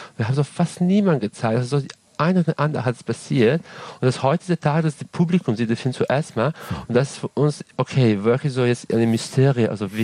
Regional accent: Serbia; German is a second language; ich komme ursprünglich aus Serbien, das heißt selber Kroatisch

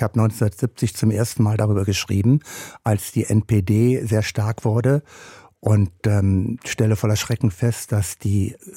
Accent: Wewelsburg, North Rhine-Westphalia, Germany; born or raised there

